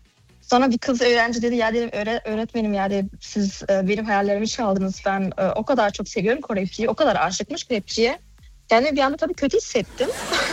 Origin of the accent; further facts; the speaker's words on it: Germany; Evet, Almanya'da doğdum. Almanya'da büyüdüm.